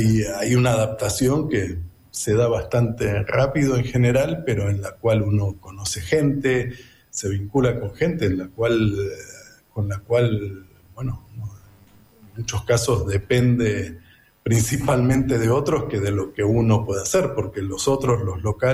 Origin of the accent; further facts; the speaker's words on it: Argentina; born there; moved away; also born or lived in Nicaragua; nací en Argentina, en el 90 me mudé a Centroamérica, Nicaragua